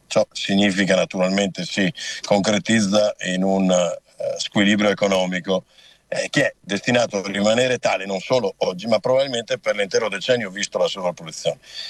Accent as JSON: {"language": "Italian", "region": "Veneto", "country": "Italy", "said": "Io sono veneto"}